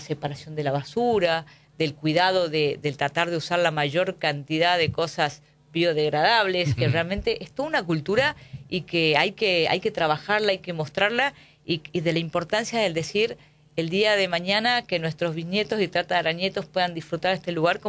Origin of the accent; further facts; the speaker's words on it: San Miguel de Tucumán, Tucumán, Argentina; born there; now in Tafí del Valle, Argentina; No, yo soy tucumana, nací en San Miguel